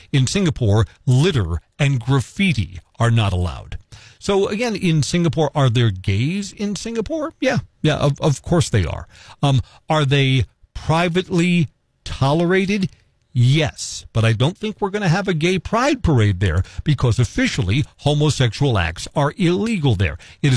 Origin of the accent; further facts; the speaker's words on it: Wisconsin, United States; I celebrate the diversity of all of the tribes in our state. That we have a large Native American population. God bless. It's one of the things that makes our fabric of Wisconsin unique.